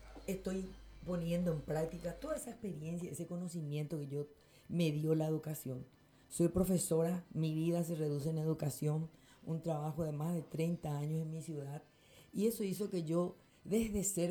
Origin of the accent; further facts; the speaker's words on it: Pedro Juan Caballero, Amambay, Paraguay; la querida ciudad de Pedro Juan Caballero, donde yo nací. Aquí yo crecí, aquí yo estudié, aquí crecieron mis hijos, mis amigos.